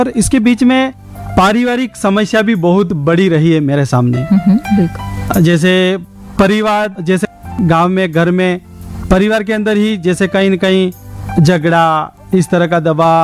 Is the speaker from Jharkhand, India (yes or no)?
no; Sundrav, Rajasthan, India; ग्रामीण क्षेत्र में ही रहने वाले हैं पूरा परिवार, और मेरा जन्म ही वही सुंदराव में ही हुआ है।